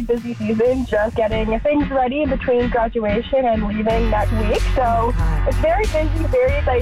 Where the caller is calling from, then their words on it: Atlanta, Georgia, United States; I'm from Buckhead.